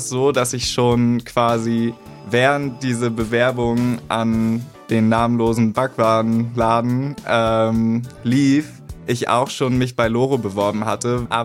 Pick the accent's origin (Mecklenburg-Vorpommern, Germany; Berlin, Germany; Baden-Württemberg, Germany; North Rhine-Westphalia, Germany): Mecklenburg-Vorpommern, Germany; Greifswald; moved away as an adult; now in Rostock, Germany; Ich komme ursprünglich tatsächlich aus Rostock, also ich wurde hier geboren. Aber ich bin in Greifswald aufgewachsen, tragischerweise. Hatte dann aber das Privileg, vor so knapp 5 Jahren wieder nach Rostock ziehen zu dürfen. Und seitdem wohne ich hier auf jeden Fall sehr zufrieden